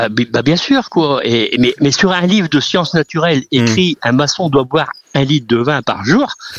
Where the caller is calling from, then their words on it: Saint-Omer, Hauts-de-France, France; tout près de chez nous à Saint-Omer